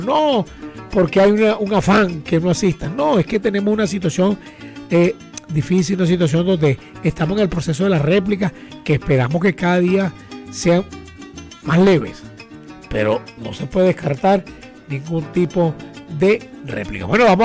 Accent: Venezuela; Pero somos de la patria. Somos de Venezuela

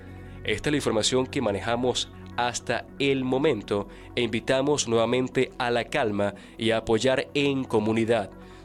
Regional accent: Venezuela; también invitando nuevamente a la paz, a la serenidad y apoyarnos como venezolanos en nuestras comunidades.

